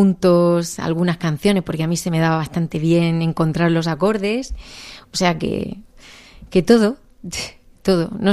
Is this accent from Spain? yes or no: yes; Orihuela, Valencian Community, Spain; nacida en el Rincón de Bonanza. Bueno, en el hospital, claro, que claro, había de Orihuela, pero mi familia es del Rincón de Bonanza, tanto la de mi padre como la de mi madre, uh-huh, y allí me he criado y he vivido y vivo.